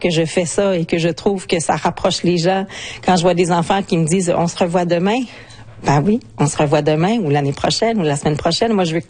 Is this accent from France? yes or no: no; Ontario, Canada; Puis moi j'ai grandi en Ontario francophone, donc je connais l'importance de vivre dans ma langue quand on est loin